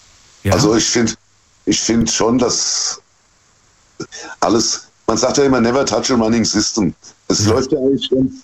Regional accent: Germany; Ja, ich bin Deutscher, sagen wir mal so.

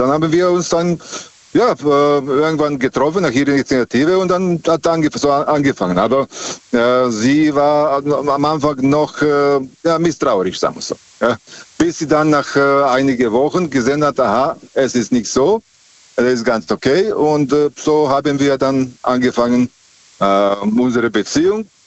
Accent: Serbia; Das heißt, ich komme aus Serbien

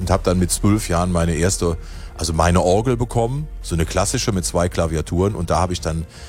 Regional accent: Aachen, North Rhine-Westphalia, Germany; ich komme aus Aachen, ich bin römisch-katholisch erzogen worden

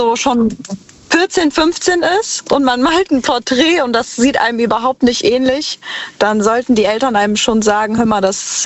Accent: Cologne, North Rhine-Westphalia, Germany; Ich bin aus Köln.

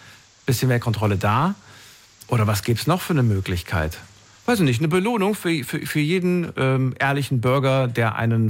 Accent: Thuringia, Germany; born there; Ich bin in Thüringen geboren, das war früher so.

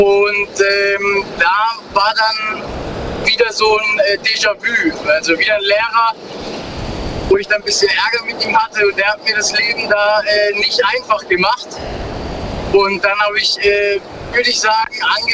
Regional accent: Baden-Württemberg, Germany

